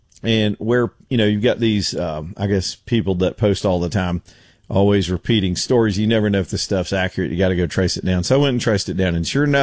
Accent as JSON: {"language": "English", "region": "Georgia", "country": "United States", "tie": "born or raised there", "said": "I grew up near the West Point Dam. Over in, really, it's in Georgia, but it's close to the Alabama state line. I sort of grew up on the state line, and so we spent our whole life crisscrossing the dam"}